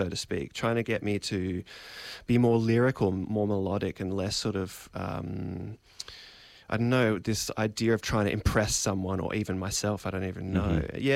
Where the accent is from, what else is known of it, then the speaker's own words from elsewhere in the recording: Melbourne, Victoria, Australia; moved away as an adult; now in United States; I'm from Melbourne, more mm-hmm. or less.